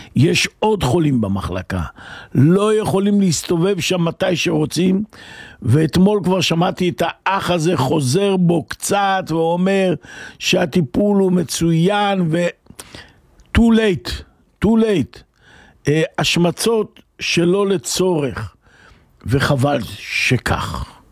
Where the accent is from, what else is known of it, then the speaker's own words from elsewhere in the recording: Northern Israel, Israel; אצלנו בצפון יש רמב״ם